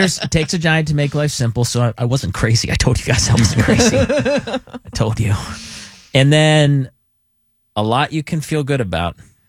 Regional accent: Imperial, Pennsylvania, United States; Growing up in Imperial

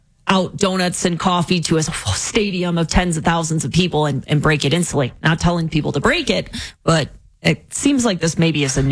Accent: Michigan, United States; But I come from Michigan where there was a lot of cider mills

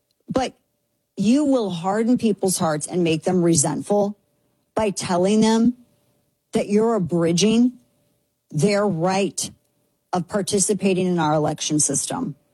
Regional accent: United States; I'm an American.

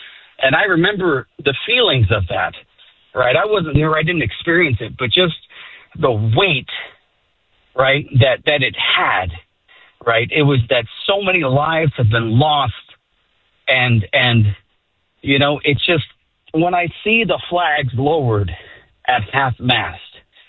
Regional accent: United States; I love America. That is my hometown. That is my homeland. Right. I am an American. I bleed red, white and blue.

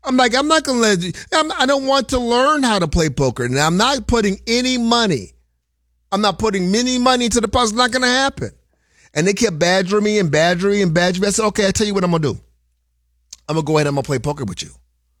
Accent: Chicago, Illinois, United States; Where you from? I'm from Chicago. Bang, bang.

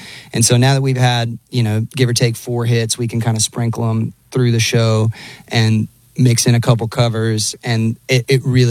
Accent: Texas, United States; Growing up in Texas, it's

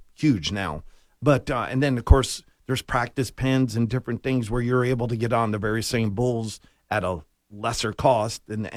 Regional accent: Florida, United States; born or raised there

